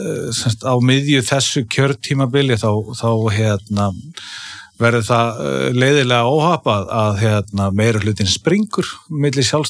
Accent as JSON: {"language": "Icelandic", "town": "Sandgerði", "region": "Southern Peninsula", "country": "Iceland", "tie": "born or raised there"}